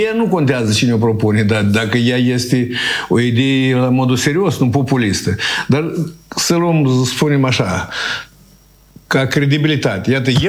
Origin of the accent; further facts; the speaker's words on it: Moldova; noi suntem români moldoveni, că noi am făcut parte din Principatul Moldova, da? Moldova Ștefa cel Mare